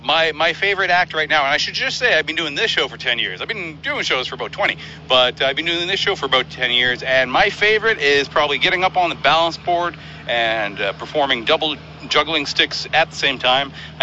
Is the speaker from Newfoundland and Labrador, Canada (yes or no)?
no; Churchill, Manitoba, Canada; now in Winnipeg, Canada; I am a professional circus artist based out of Manitoba, live in Winnipeg, born and raised in Churchill.